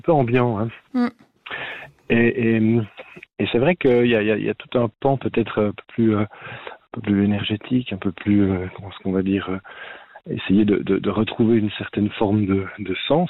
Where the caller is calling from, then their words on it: Switzerland; Alors, je suis au bord du lac de Neuchâtel, là.